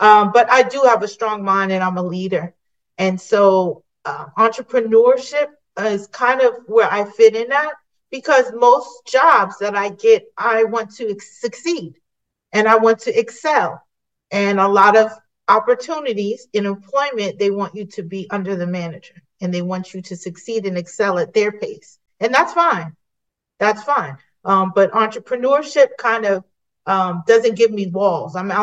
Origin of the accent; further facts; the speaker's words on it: Colorado, United States; moved away; also born or lived in New Jersey; I'm from Colorado. I came here from New Jersey